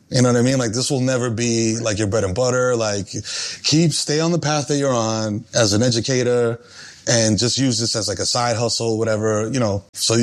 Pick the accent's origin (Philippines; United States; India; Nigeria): United States; New York City, New York; So this is the other thing too about growing up, you know, first generation and growing up in the Bronx